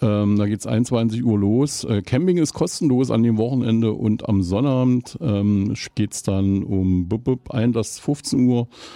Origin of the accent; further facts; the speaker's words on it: Eisenach, Thuringia, Germany; ich komme aus Eisenach